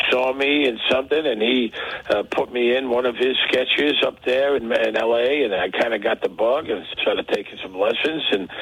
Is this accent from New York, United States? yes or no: yes; New York City, New York, United States; moved away as an adult; now in Las Vegas, United States; I grew up in Brooklyn. I graduated from Brooklyn College, and then I moved to Las Vegas, and I was there for 25 years